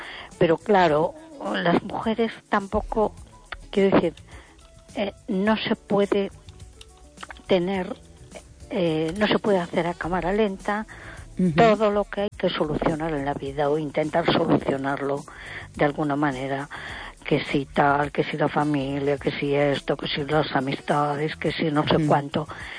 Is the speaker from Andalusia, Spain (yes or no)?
no; A Coruña, Galicia, Spain